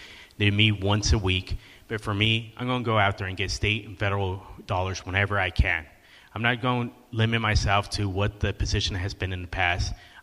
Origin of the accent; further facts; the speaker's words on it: Stratford, California, United States; I grew up in Stratford. I saw the lack of opportunities here in Stratford